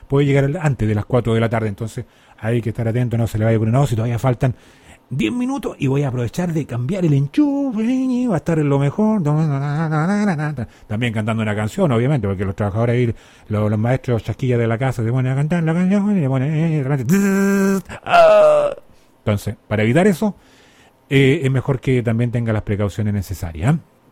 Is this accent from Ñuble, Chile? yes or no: yes; Yungay, Ñuble, Chile; nuestra comuna de Yungay. ¡Pucha, qué linda mi tierra!